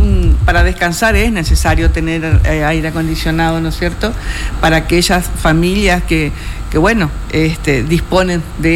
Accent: Entre Ríos, Argentina; yo soy entrerriana también. No soy chaqueña

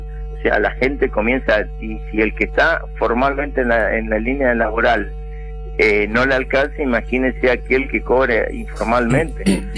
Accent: Argentina; seguimos siendo argentinos.

